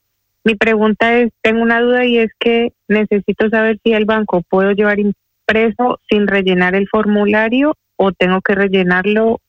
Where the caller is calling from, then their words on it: Tenerife, Canary Islands, Spain; me comunico de Tenerife.